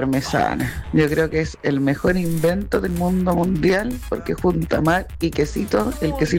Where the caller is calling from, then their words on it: La Serena, Coquimbo, Chile; aquí desde La Serenita? Oye, respondiendo a tu pregunta, a mí me gusta darte las cosas del mar. Bueno, vivo en La Serena